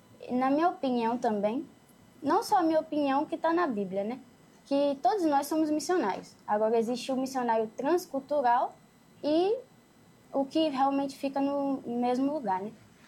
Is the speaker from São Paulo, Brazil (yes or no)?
no; Foz do Iguaçu, Paraná, Brazil; born there; Nasci em Foz do Iguaçu, meio que no campo. Não é muito diferente, porque continua sendo no Brasil